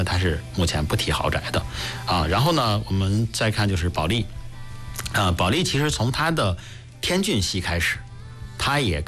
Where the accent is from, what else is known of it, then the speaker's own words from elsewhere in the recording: Shijiazhuang, Hebei, China; 我们石家庄人好像都懵了